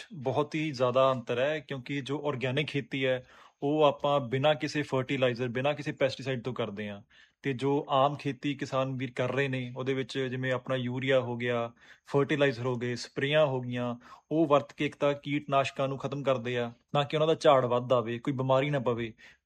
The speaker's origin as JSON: {"language": "Punjabi", "town": "Ralla", "region": "Punjab", "country": "India", "tie": "born or raised there", "also_born_or_lived": "Bathinda", "said": "ਹਾਂਜੀ ਬਾਈ ਜੀ, ਮੇਰਾ ਪਿੰਡ ਰੱਲਾ ਹੈ ਜੋ ਕਿ ਮਾਨਸਾ ਜ਼ਿਲ੍ਹੇ ਵਿੱਚ ਪੈਂਦਾ ਹੈ।"}